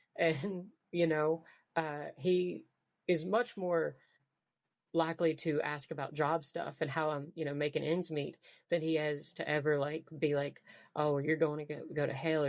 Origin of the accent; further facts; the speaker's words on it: Virginia, United States; really embracing the fact that I'm from the Blue Ridge Mountains of southwestern Virginia.